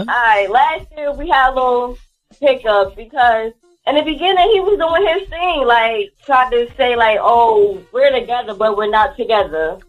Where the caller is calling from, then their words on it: Newark, New Jersey, United States; I'm calling from Newark.